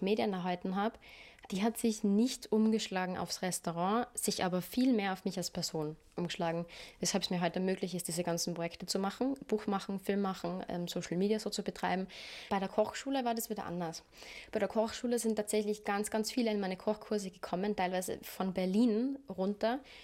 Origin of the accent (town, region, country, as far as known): Kufstein, Tyrol, Austria; born or raised there